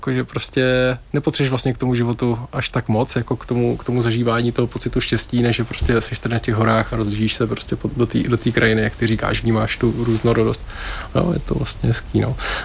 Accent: Brno, South Moravian Region, Czechia; moved away as an adult; jsem se narodil v Brně a do 22 let jsem vlastně žil tam a to je město celkem v rovině

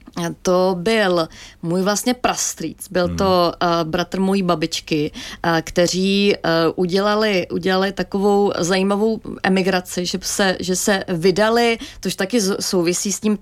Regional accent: Čejč, South Moravian Region, Czechia; Já jsem z Jižní Moravy.

